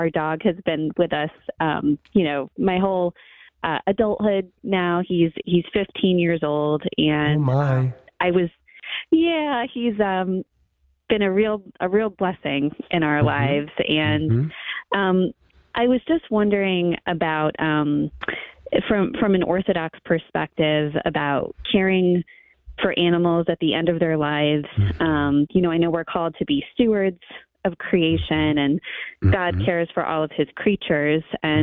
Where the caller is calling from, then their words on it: Binghamton, New York, United States; Yeah, like the southern tier of New York, so the Binghamton area.